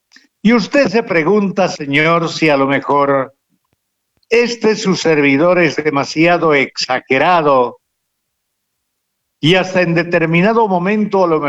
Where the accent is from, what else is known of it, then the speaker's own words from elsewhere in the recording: O'Connor Province, Tarija, Bolivia; moved away; ese mi lindo y querido pago de la provincia O'Connor, que nunca olvido. Que nunca olvido porque mi niñez fue bella en esa mi tierra.